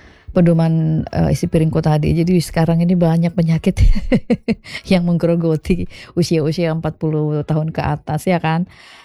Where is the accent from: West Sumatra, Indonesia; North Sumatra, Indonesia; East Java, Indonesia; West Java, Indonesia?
North Sumatra, Indonesia; Tapi kadang-kadang ya jujur juga sih kalau kita itu ya orang Batak itu makannya harus banyak